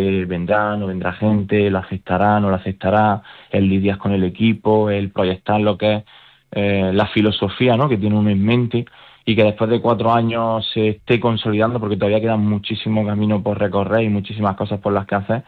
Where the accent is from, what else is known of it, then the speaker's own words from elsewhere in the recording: Motril, Andalusia, Spain; por mi tierra, por Motril